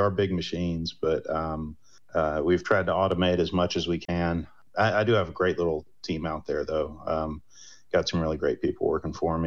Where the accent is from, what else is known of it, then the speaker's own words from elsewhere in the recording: Salisbury, North Carolina, United States; I'm from Salisbury, which is right in North Carolina's grain belt